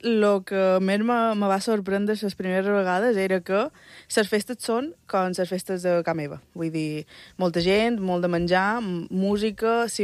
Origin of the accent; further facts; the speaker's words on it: Mallorca, Balearic Islands, Spain; born there; also born or lived in Argentina; mos han criat aquí a Espanya, a Mallorca, concretament. Lo que el meu lot és portuguès i criat a Palma. I jo som argentina criada en Esplà.